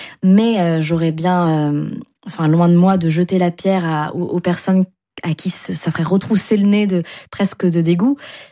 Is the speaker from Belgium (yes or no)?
no; France; born there; que nos parents sont nés au Vietnam ou ailleurs, que nous on est nés en France